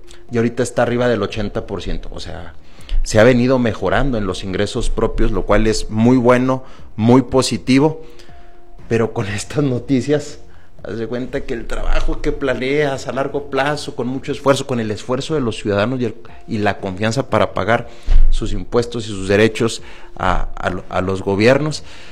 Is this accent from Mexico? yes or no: yes; Mexico